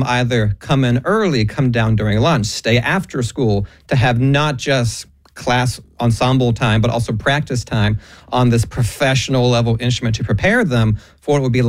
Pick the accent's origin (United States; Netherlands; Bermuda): United States; Finneytown, Ohio; I grew up in Finneytown, small area just northwest of the city limits.